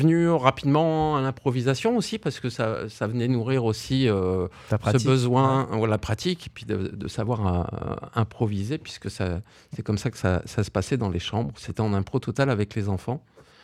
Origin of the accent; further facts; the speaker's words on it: Lille, Hauts-de-France, France; moi je suis originaire de Lille